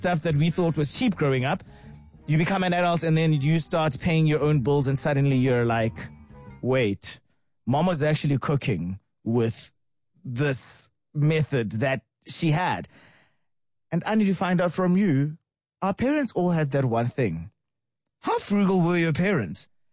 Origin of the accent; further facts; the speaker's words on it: Brackenhurst, Gauteng, South Africa; And also, I grew up in Brackenhurst, Bracken Downs, so we had all those shopping stores over there. Spar, Pick and Pay, Checkers, Zonke, all of them.